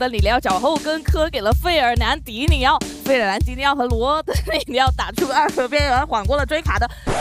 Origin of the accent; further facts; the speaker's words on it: Sichuan, China; 我四川人，说实话，我的你和李就是 N 和 L 我分不清楚